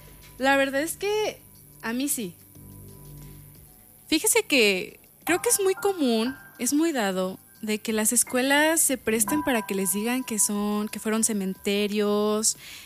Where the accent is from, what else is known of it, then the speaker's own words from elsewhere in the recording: Pátzcuaro, Michoacán, Mexico; yo estudiaba ahí en Pátzcuaro, yo soy de Pátzcuaro